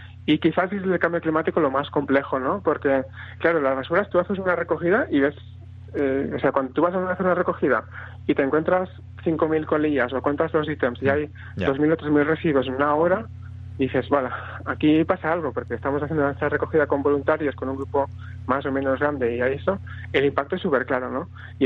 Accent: Catalonia, Spain; Yo, por ejemplo, soy del Delta del Ebro, de Tarragona, es una zona preciosa

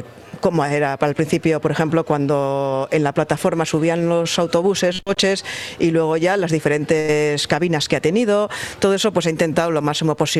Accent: Trapagarán, Basque Country, Spain; Sí, sí, es mi pueblo y es todo un lujo hacer un trabajo así, un libro así, conmemorativo

